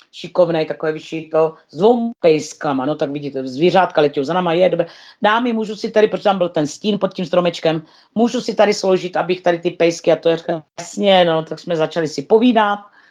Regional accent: Moravia, Czechia; A říkají, odkud jste, vy máte, já říkám, no z Moravy. My vždycky, když jsme řekli s Pájou, že jsme z Moravy

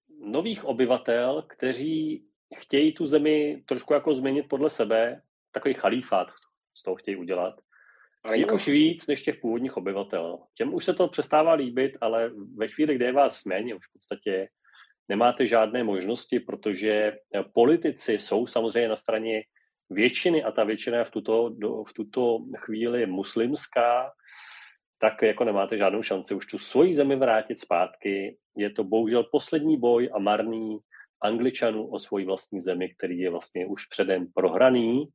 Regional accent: Český Krumlov, South Bohemian Region, Czechia; moved away; my s Vojtou jsme sice oba z Českého Krumlova, ale každý se nacházíme jinde teď a docela daleko od sebe

